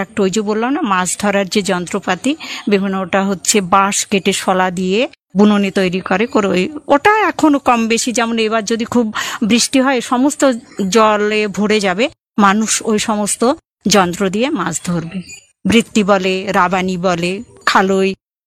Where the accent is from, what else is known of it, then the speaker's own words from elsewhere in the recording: Asannagar, West Bengal, India; এই সমস্ত ছিল আমাদের আসাননগর। বিল এবং খাল বেষ্টিত এবং ঝোর বেষ্টিত, উত্তর এবং পশ্চিম দিক ঝোর বেষ্টিত।